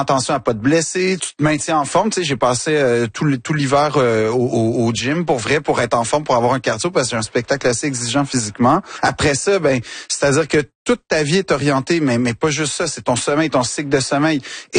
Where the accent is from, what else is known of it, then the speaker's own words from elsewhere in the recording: Quebec, Canada; Quand je dis que je suis Québécois jusqu'au bout des doigts, mais je le sens à tous les jours.